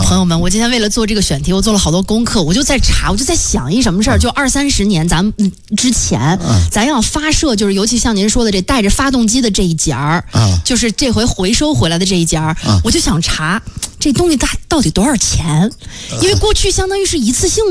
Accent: China; 作为中国人

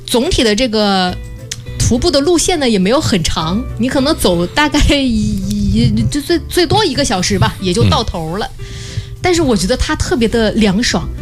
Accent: southern China, China; now in Beijing, China; 甚至特别像我的老家，因为我是南方人

